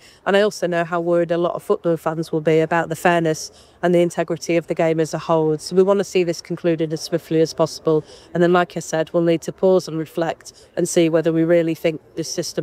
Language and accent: English; Manchester, North West England, United Kingdom; I grew up in Manchester